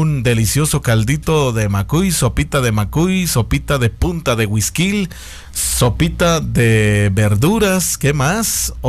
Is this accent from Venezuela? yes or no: no; Guatemala